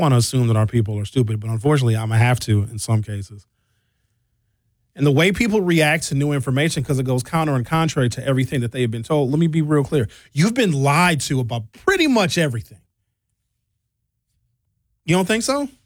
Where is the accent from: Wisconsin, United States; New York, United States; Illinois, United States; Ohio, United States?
Wisconsin, United States; Brown Deer; You know how much heat that I take because I grew up in Brown Deer? Like, oh … you don't know. You grew up in Brown Deer. I know because I grew up in Brown Deer.